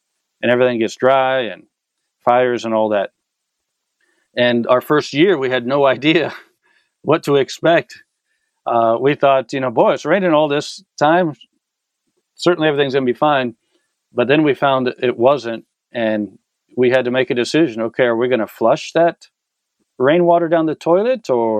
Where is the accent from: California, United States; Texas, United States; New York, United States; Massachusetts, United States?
California, United States; San Diego; moved away; I'm from San Diego, from a big city.